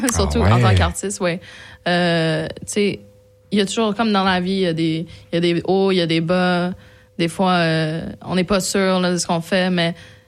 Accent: Indonesia; J'ai grandi en Indonésie.

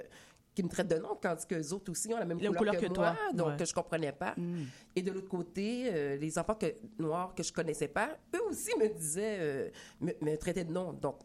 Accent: Quebec, Canada; born there; je suis née au Québec il y a... quelques étés de cela.

